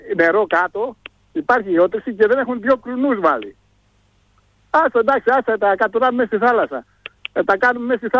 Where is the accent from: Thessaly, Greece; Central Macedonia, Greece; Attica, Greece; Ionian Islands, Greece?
Ionian Islands, Greece; Athera; Είμαι στο ιδιαίτερο μου πατρίδα. Θα πω δύο πραγματάκια, ντοκουμέντα και επώνυμα. Παραθερίζω στο χωριό μου, στο Πόρτο Αθέρα.